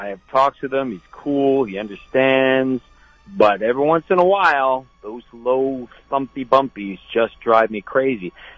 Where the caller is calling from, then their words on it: San Luis Obispo, California, United States; I'm calling from San Luis Obispo, California.